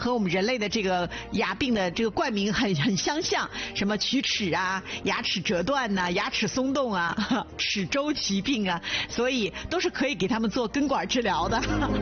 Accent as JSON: {"language": "Chinese", "country": "China"}